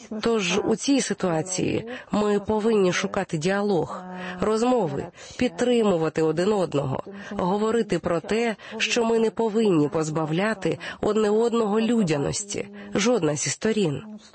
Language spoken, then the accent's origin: Ukrainian; Poland; ми, поляки